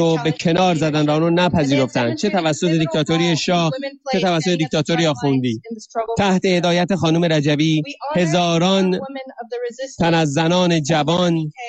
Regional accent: Iran; من در ایران بزرگ شدم.

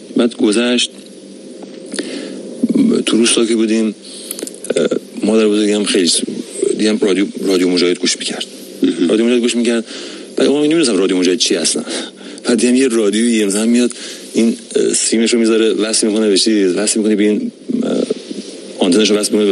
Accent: Bojnurd, North Khorasan, Iran; من تو فروردین 60 تو بجنورد به دنیا اومدم.

